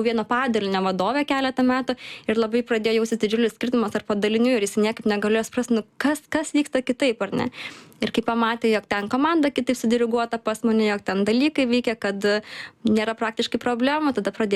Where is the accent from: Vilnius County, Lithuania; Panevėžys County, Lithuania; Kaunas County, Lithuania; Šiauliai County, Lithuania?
Šiauliai County, Lithuania; Kuršėnai